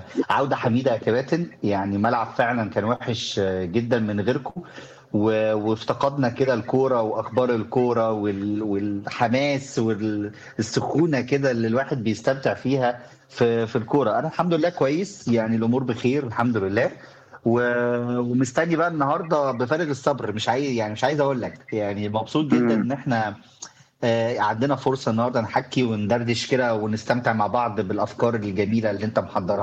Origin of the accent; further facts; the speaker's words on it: Egypt; بلدنا مصر